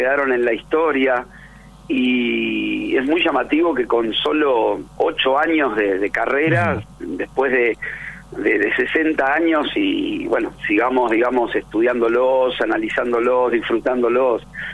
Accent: Mar del Plata, Buenos Aires Province, Argentina; yo soy de Mar del Plata.

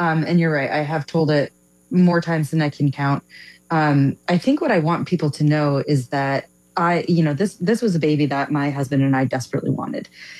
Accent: Fort Wayne, Indiana, United States; now in Austin, United States; I do live in Texas, but I do just want to shout out. I grew up in Indiana, so fellow Midwesterner up in here.

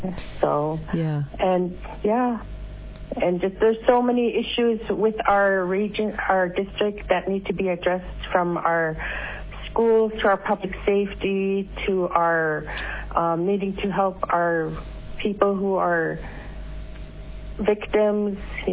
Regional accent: Toksook Bay, Alaska, United States

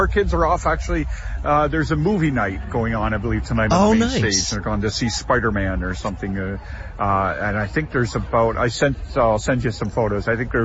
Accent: Tecumseh, Ontario, Canada; They mentioned this bridge, and I said, that's exactly where I'm from.

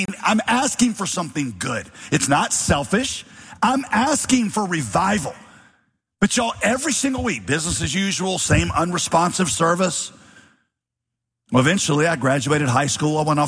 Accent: Winston-Salem, North Carolina, United States; moved away; I grew up in Winston-Salem. That was my home city. The time I was two, went to college, Winston-Salem. And so I got saved there when I was 16.

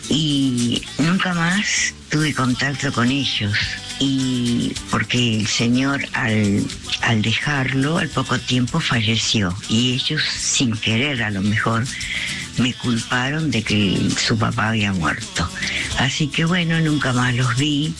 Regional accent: Mar del Plata, Buenos Aires Province, Argentina; Hola, soy de Mar del Plata.

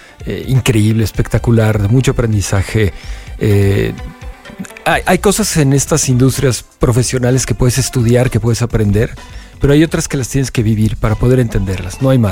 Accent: Mexico; la letra es perfecta para lo que queremos como mexicanos decir y sentir.

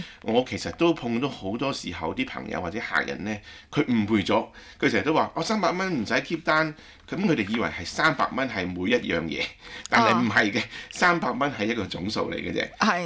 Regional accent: Australia; 咁所以呢個就作為澳洲人可能都係有啲自豪啩。

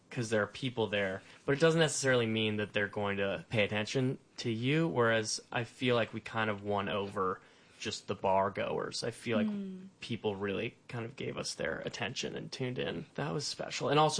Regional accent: Los Angeles, California, United States; now in Nashville, United States; not growing up in the South, because I did grow up, born and raised in Los Angeles

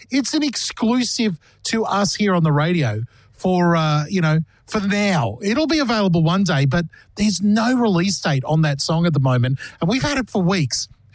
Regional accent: Gold Coast, Queensland, Australia; also born or lived in Brisbane; now in Victoria, Australia; I was born in Brisbane, raised on the Gold Coast.

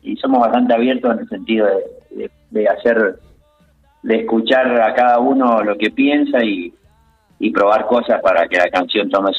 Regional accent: San Martín, Mendoza, Argentina; Soy de San Martín. En realidad, tres de nosotros de la banda somos acá del este.

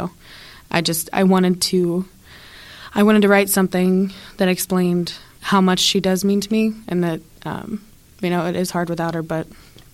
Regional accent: Dormont, Pennsylvania, United States; I'm actually from Pittsburgh. I grew up in Dormont, and then moved back from college, ended up going to Dormont again.

